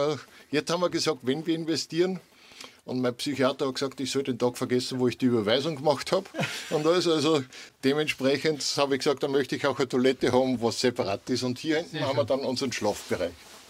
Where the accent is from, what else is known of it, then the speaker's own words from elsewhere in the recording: Austria; Aus Österreich.